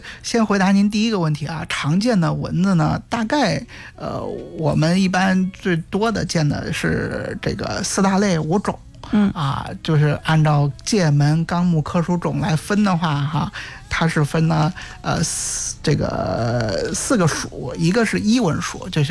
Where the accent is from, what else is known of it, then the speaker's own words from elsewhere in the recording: Henan, China; 咱们是河南的对吧，我平时在郑州